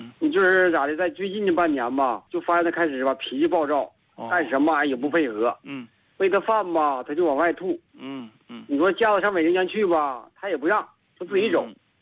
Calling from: Jiaohe, Jilin, China; 我是吉林蛟河的一个患者家属。

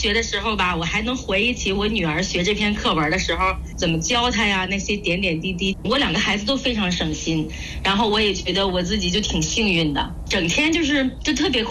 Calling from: Baoding, Hebei, China; 我们保定这边

